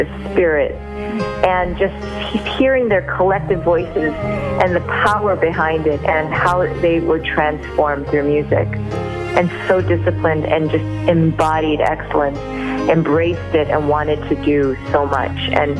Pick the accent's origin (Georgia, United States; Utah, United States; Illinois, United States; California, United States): Illinois, United States; Chicago; being a Chicagoan. I was born and raised here, even though my parents were from Korea, North and South, respectively.